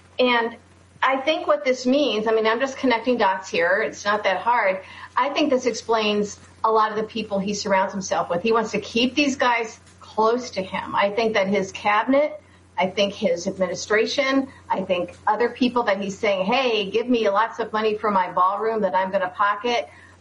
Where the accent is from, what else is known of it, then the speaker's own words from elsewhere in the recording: Peoria, Illinois, United States; I'm from Peoria. I worked for him.